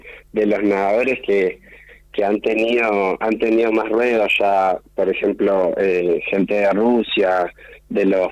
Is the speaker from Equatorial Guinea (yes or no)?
no; Argentina; como argentino tiene de especial el como estar en casa, ¿no?